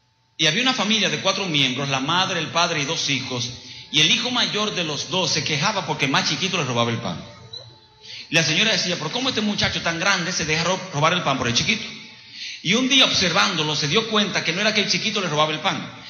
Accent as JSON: {"language": "Spanish", "country": "Dominican Republic", "said": "Yo soy dominicano."}